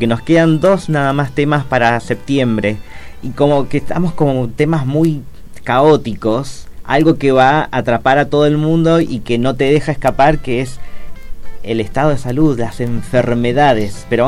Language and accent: Spanish; Maipú, Mendoza, Argentina; yo me crié, tuve 35 años en mi vida viviendo en Maipú.